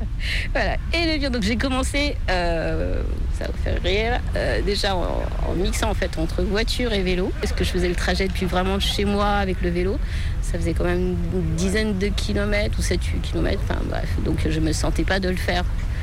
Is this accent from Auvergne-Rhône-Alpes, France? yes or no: yes; Villeurbanne, Auvergne-Rhône-Alpes, France; now in Vaulx-en-Velin, France; Alors j'habite Lyon, Villeurbanne. Enfin, toute mon enfance a été à Villeurbanne, mais sinon j'habite à Vau-en-Velin.